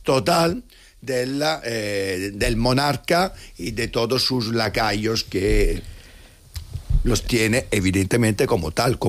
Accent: Spain; yo fui crítico, como muchos españoles, cuando evidentemente se confirmó la amnistía

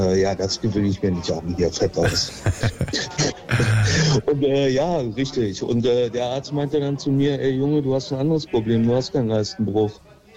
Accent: East Germany, Germany; ich bin ja in Lippen groß geworden, ja. Damals im Osten, Maueröffnung Berlin, alles mitgemacht, Millennium Berlin mitgemacht.

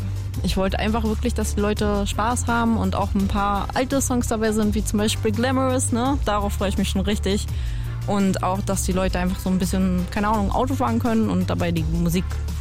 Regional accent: Steglitz, Berlin, Germany; Sonst ich bin 26 Jahre alt, ich komme aus Steglitz, so wie du auch.

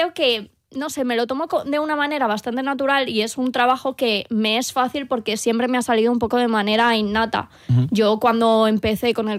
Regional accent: Madrid, Community of Madrid, Spain; Es que yo soy hija del cemento, soy hija de Madrid.

